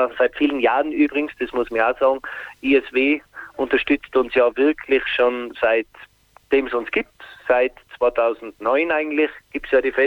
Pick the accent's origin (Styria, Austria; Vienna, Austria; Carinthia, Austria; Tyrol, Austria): Tyrol, Austria; Also wir sind auf die Berge herum aufgewachsen, 1840 Meter.